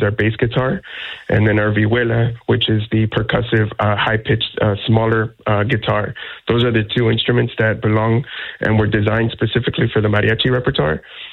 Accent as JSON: {"language": "English", "town": "Chicago", "region": "Illinois", "country": "United States", "said": "being from Chicago. Our studio is literally blocks away from Soldier Field in the South Loop. So it was just a special moment. I myself, being Mexican American, first generation Mexican American"}